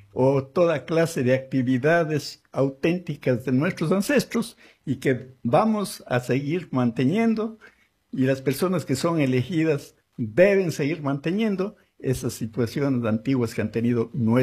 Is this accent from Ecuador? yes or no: yes; Ecuador; así como también cuando somos ecuatorianos y estamos nosotros, por ejemplo, hablando de fútbol ahora, que nos da a nosotros qué orgullo ser ecuatorianos.